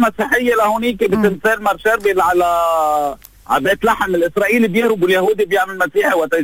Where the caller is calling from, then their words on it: Lebanon; من الشفية.